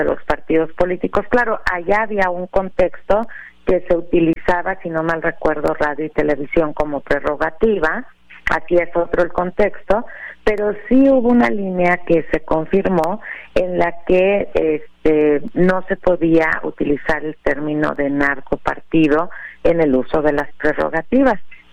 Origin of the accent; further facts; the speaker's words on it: Mexico; como mexicanas y mexicanos